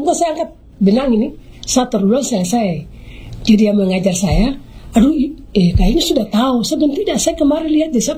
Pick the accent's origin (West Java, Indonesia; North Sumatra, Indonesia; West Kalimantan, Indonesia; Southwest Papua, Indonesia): Southwest Papua, Indonesia; Jadi karena kami orang Mebrat ini selalu bayar harta.